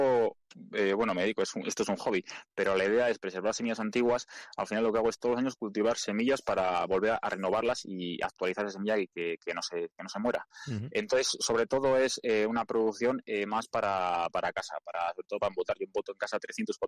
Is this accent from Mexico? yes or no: no; Alcázar de San Juan, Castilla-La Mancha, Spain; en mi pueblo sale mucho, de hecho, nuestro gentilicio es alcazareño, pero nuestro mote es mielgueros, nos llaman los mielgueros a los de mi pueblo.